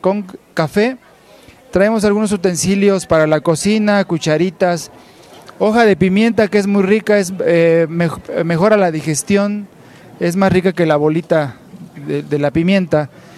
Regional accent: Atzalán, Veracruz, Mexico; moved away; Venimos de Atzalán, Veracruz, de la zona Totonaca.

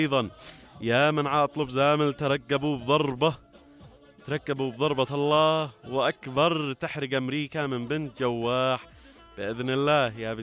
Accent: Yemen; نحن أبناء اليمن، نحن أحفاد أحفاد الأنصار،

